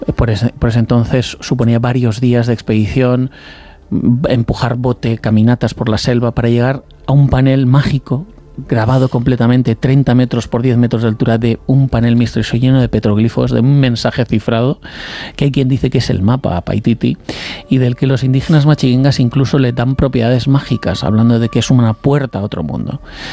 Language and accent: Spanish; Spain